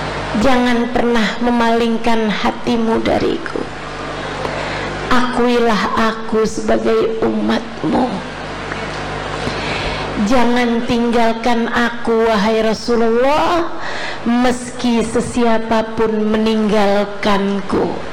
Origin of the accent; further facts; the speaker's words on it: Indramayu, West Java, Indonesia; moved away; Indramayu, kampung kami